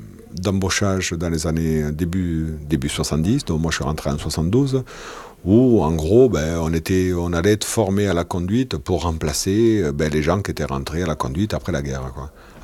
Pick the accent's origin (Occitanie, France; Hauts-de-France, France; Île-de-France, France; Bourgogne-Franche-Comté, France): Occitanie, France; Lannemezan